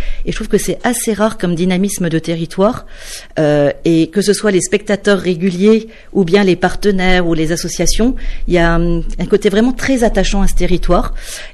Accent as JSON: {"language": "French", "town": "Metz", "region": "Grand Est", "country": "France", "tie": "born or raised there", "also_born_or_lived": "Toulouse / Lyon", "moved": "yes", "said": "moi, je suis née à Metz, je suis partie longtemps, Toulouse, Lyon, enfin, j'ai un petit peu navigué en France. Un jour, je suis revenue à Metz, mais pour une Messine pure souche"}